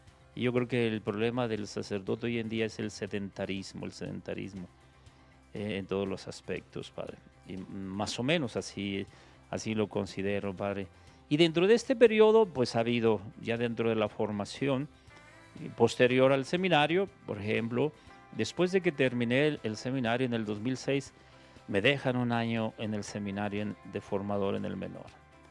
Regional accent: Guadalupe, Zacatecas, Mexico; yo soy originario de Guadalupe

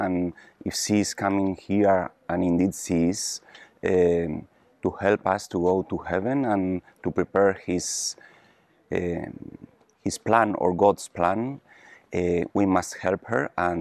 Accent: Spain; English is a second language; from Spain, and I have been so many times here in Medjugorje.

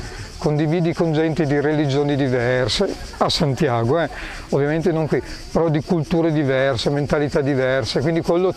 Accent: Mongardino, Piedmont, Italy; arrivo da un paese, un paesino in Italia, si chiama Mongardino, in provincia di Asti, Piemonte, vicino a Torino.

